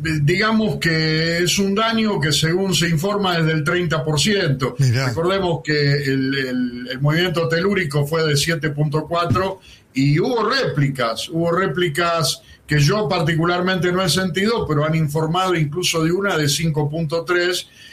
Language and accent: Spanish; Argentina; Lo que sí, como argentino, y perdóneme que se lo diga